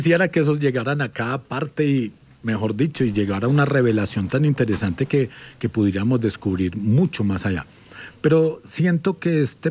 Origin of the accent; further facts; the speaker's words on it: Pereira, Risaralda, Colombia; Yo soy de Pereira